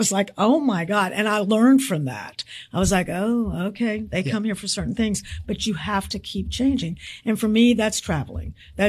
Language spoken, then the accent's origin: English; Memphis, Tennessee, United States; now in New York, United States; I came from Memphis. So … in Manhattan.